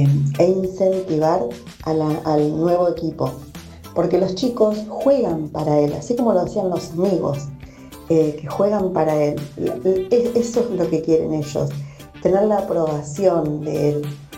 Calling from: Castelar, Buenos Aires Province, Argentina; Te hablo desde Castelar.

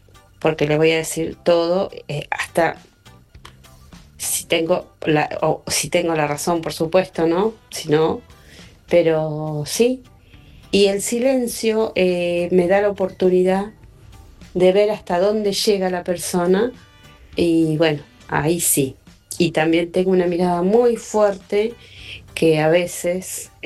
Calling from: Argentina; de Vista Alegre

